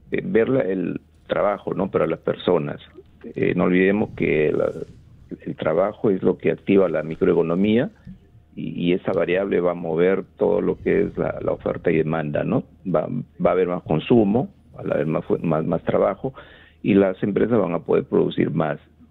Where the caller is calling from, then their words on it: Peru; como peruano